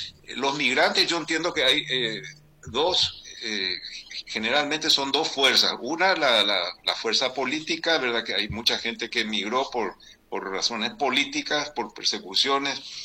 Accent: Paraguay

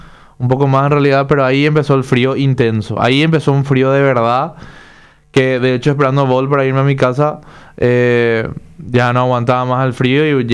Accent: Paraguay

